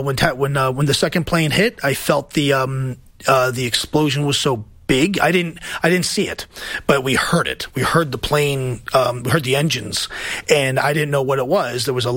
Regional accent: Queens, New York, United States; I'm a New Yorker. I'm from Queens.

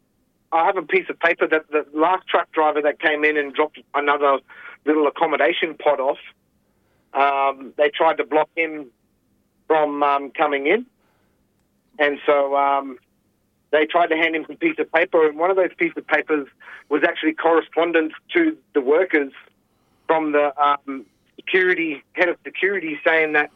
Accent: Queensland, Australia; I come from the Wangan and Yagalingu people, and I live inside of a tribal autonomous clan group zone

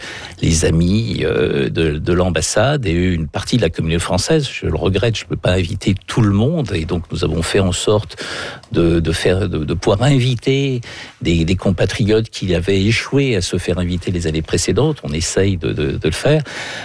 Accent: France; now in Canada; je suis ambassadeur de France au Canada. Je ne suis pas là pour aider mes compatriotes à venir s'installer au Canada.

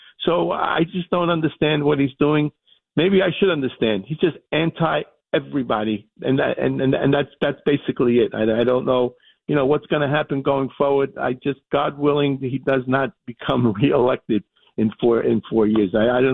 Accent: New York City, New York, United States; now in Manhattan, United States; I'm a Brooklyn boy at heart, even though I live in Manhattan. I'm born and raised in Bensonhurst, Italian and Jewish neighborhood. Actually, I feel as much Jewish as I do Catholic

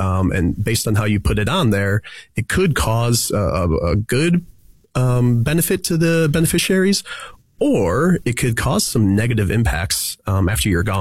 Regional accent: Wisconsin, United States; being from Wisconsin, huge Packers fan.

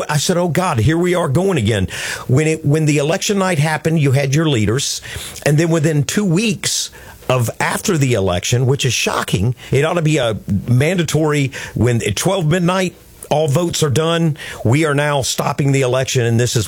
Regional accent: Georgia, United States; Georgia, where I'm from, my home state of Georgia, we certainly saw fraud in that state in 2020.

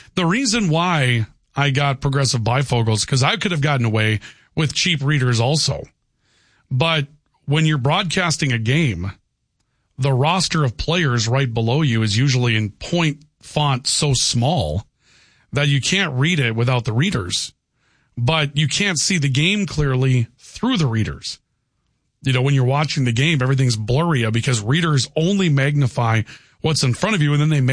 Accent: Valley City, North Dakota, United States; I grew up in Valley City where people were nice to each other.

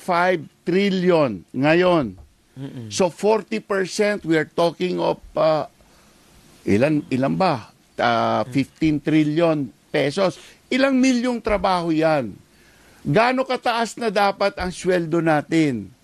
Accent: Ilocos Region, Philippines; taga Pangasinan po ako, ang layo-layo sa Bataan.

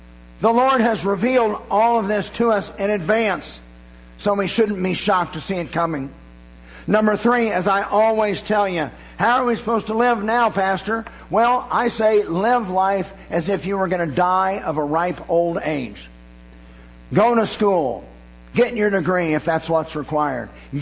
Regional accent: United States; as an American and as a patriot.

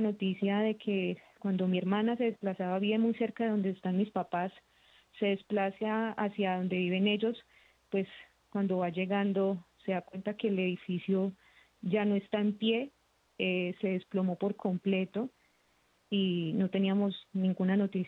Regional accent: Pereira, Risaralda, Colombia; now in Barbosa, Colombia; pues yo soy de Pereira, toda mi familia está en Pereira, por temas de trabajo estoy acá.

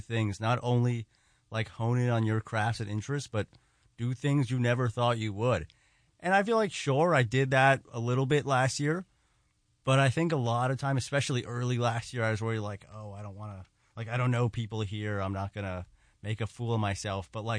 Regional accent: Queens, New York, United States; It was awesome. So both my parents are immigrants from Eastern Europe. My mom is from Ukraine. My dad is from former Yugoslavia, Serbia, but like Romanian heritage before that.

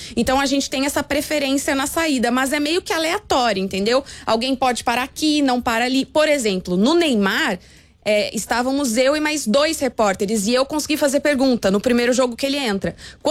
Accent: São João da Boa Vista, São Paulo, Brazil; São João da Boa Vista.

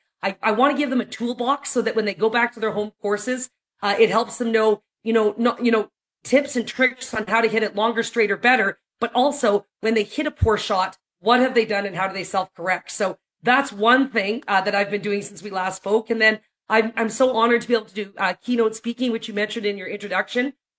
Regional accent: Calgary, Alberta, Canada; So this week, we're so fortunate to have the Champions Tour in my hometown of Calgary, Alberta

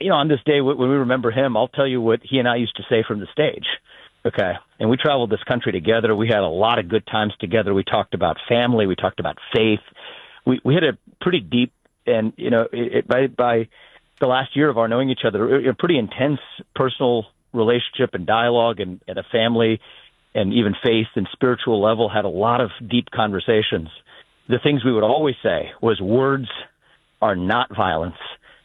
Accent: Ohio, United States; born there

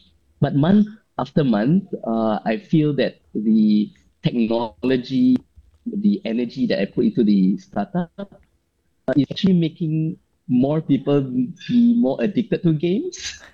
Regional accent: Singapore; as a Singaporean engineer overseas, there's so much knowledge.

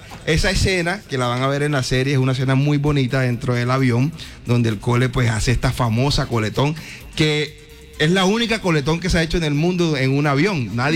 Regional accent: Colombia; para nosotros como colombianos.

